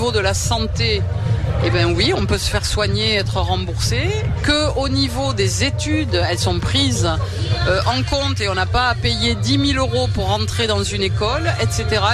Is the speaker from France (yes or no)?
yes; France; Bon, nous, on est français, il y en a un peu partout